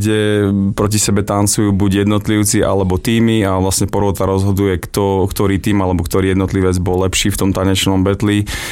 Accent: Banská Bystrica, Banská Bystrica Region, Slovakia; Určite som hrdý na to, že som Bystričan, máme krásne mesto

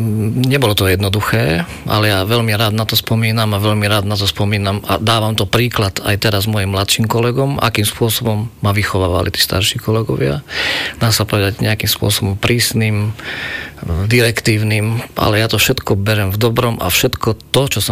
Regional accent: Levice, Nitra Region, Slovakia; Ja v podstate som študoval medicínu z Levíc

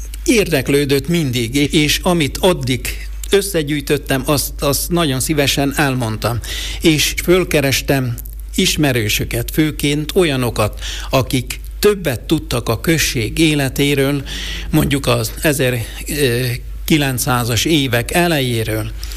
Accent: Hidaskürt, Trnava Region, Slovakia; kíváncsivá váltam arra, hogy szülőfalum története hogyan alakult, mikor alakult a község.

